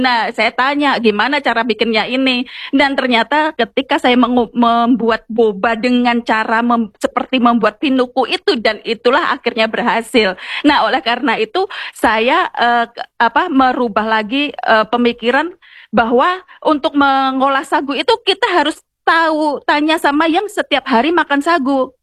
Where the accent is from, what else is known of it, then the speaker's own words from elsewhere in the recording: Yogyakarta, Special Region of Yogyakarta, Indonesia; now in Jayapura, Indonesia; saya lahir besar di Jogja, lalu lulus kuliah, langsung merantau ke Papua, jadi saya sudah 15 tahun ini di Jayapura